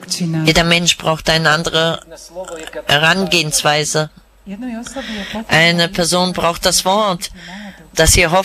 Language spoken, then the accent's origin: German; Ukraine; für die Jugendlichen aus meiner Heimat und für die Jugendlichen aus der ganzen Welt. Herr, ich bitte dich für die Jugendlichen aus meiner Ukraine